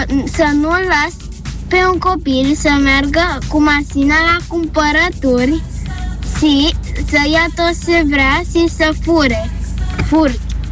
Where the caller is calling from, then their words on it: Bucharest, Romania; eu sunt … din București. Am 7 ani.